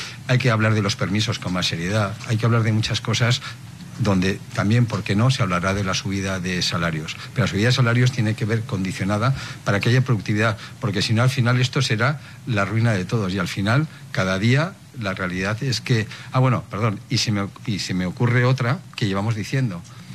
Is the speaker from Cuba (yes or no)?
no; Spain; nosotros como ciudadanos españoles